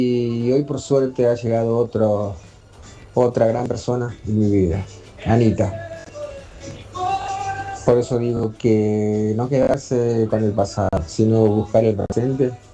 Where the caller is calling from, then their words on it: San Martín, Argentina; de San Martín.